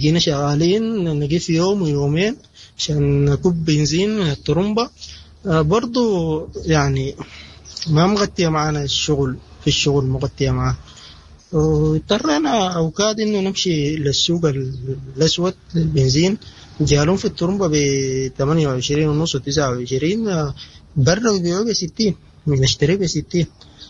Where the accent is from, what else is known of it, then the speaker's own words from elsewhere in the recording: Omdurman, Khartoum, Sudan; أنا مواطن سوداني من محلية أم درمان، أعمل سائق ركشة.